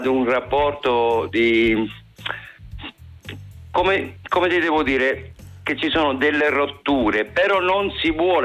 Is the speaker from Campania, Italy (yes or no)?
no; Catania, Sicily, Italy; now in Germany; io sono originario di Catania, nato a Catania